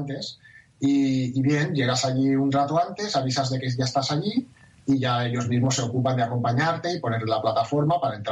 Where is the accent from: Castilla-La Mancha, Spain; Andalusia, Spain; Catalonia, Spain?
Catalonia, Spain; Barcelona; para la gente como yo, que somos de Barcelona, sería comparable a Montjuïc.